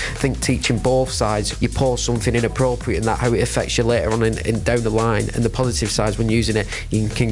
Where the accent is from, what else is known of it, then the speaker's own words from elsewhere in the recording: Bolton, North West England, United Kingdom; I'm 21 and I'm from Bolton and I'm a content creator.